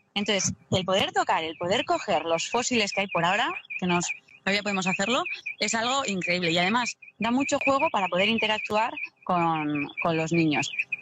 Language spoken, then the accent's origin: Spanish; Deba, Basque Country, Spain; born there